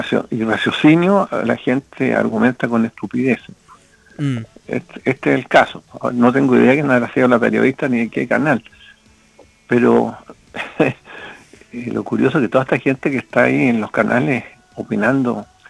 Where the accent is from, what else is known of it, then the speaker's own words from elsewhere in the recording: Chile; Chile somos los chilenos.